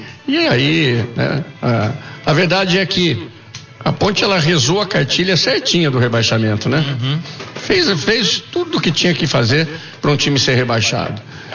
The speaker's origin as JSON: {"language": "Portuguese", "town": "Campinas", "region": "São Paulo", "country": "Brazil", "said": "Eu como campineiro tenho 61 anos"}